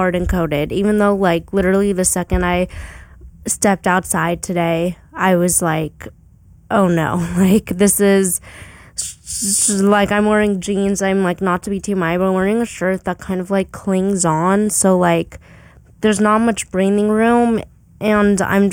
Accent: Arizona, United States; moved away; I'm from Arizona

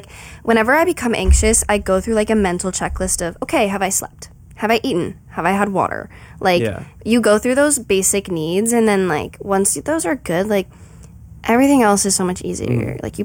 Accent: Illinois, United States; born there; moved away; also born or lived in Las Vegas

